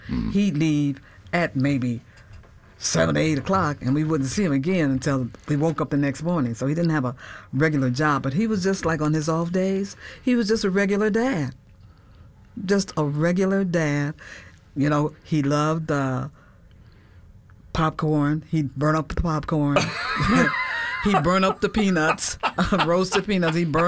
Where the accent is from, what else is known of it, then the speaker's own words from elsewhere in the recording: Detroit, Michigan, United States; now in California, United States; I left Detroit. I was born and raised in Detroit.